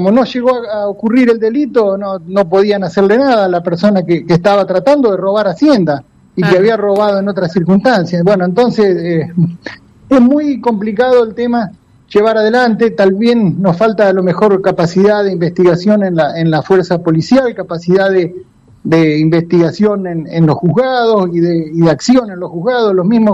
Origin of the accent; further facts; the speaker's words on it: Esperanza, Santa Fe, Argentina; yo soy de Esperanza.